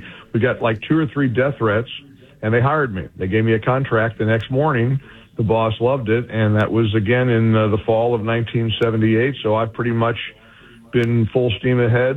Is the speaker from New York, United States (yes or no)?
no; Ohio, United States; I kind of fell into this a long time ago, 1978, in my hometown of Ohio.